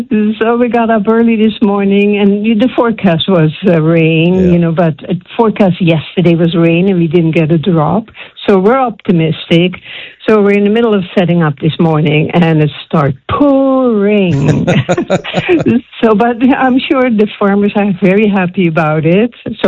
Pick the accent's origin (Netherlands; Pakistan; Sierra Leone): Netherlands; now in Gravelbourg, Canada; I was born in the Netherlands.